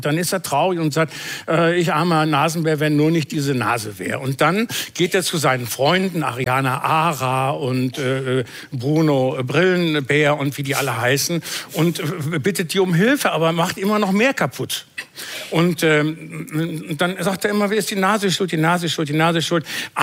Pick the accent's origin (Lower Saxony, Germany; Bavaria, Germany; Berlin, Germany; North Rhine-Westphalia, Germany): North Rhine-Westphalia, Germany; Bielefeld; ein Klassenkamerad von mir, der in Bielefeld in meiner Heimatstadt Bielefeld, einen kleinen nachhaltigen, oft und sehr viel prämierten Verlag hat